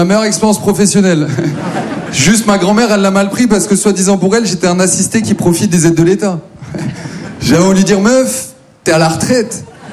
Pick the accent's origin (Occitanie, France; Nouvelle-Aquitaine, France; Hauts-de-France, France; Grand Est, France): Hauts-de-France, France; Maubeuge; now in Paris, France; Moi, je viens de Maubeuge.